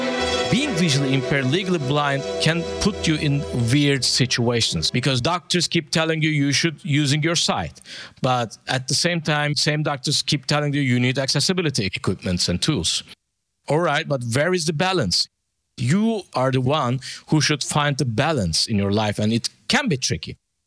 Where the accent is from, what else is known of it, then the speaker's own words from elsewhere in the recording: Turkey; I'm a Turkish kid, born and raised in Turkey